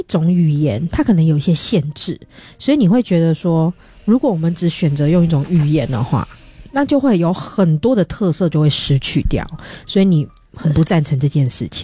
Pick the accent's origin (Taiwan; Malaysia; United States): Taiwan; first language Taiwanese Hokkien; Chinese is a second language; 我平常的母语就是台语，我马上就要换中文